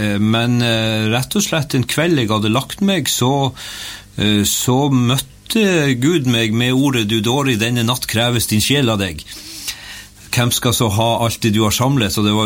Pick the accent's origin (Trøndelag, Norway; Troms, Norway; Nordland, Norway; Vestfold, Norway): Troms, Norway; Senja; der jeg født og oppvokst på Senja og fortsatt bor.